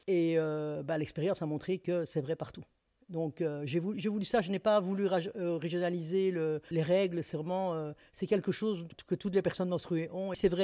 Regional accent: Liège, Wallonia, Belgium; now in Brussels, Belgium; moi, je suis liégeoise.

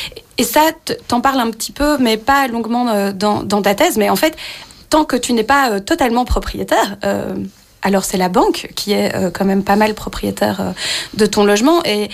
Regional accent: Brussels, Brussels-Capital Region, Belgium; en tant que Bruxellois, Bruxelloise

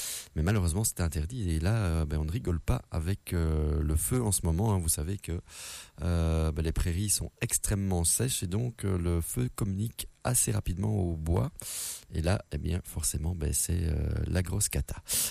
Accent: Brussels, Brussels-Capital Region, Belgium; moved away as an adult; now in Luxembourg Province, Belgium; maintenant, j'y habite, donc c'est aussi la mienne, même si je suis bruxellois et je suis de la province du Luxembourg que depuis un an maintenant.

